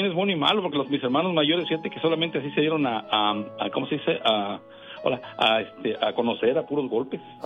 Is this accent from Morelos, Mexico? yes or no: no; Mexico City, Mexico; Él es mayor que yo y fue el que me cuidó prácticamente. Nosotros somos del DF.